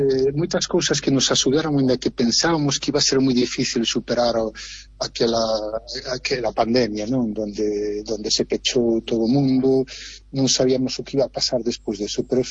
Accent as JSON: {"language": "Galician", "region": "Galicia", "country": "Spain", "said": "A partir de aí empezou unha nova trayectoria profesional sempre da miña terra"}